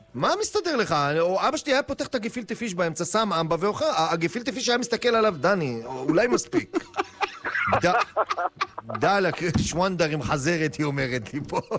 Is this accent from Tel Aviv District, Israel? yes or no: yes; Or Yehuda, Tel Aviv District, Israel; נולדתי באור יהודה, כן.